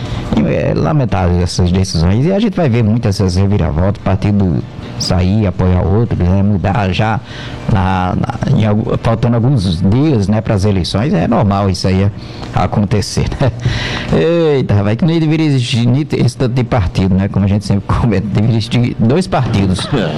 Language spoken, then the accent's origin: Portuguese; Campina Grande, Paraíba, Brazil; moved away; em Campina Grande, lá na minha terra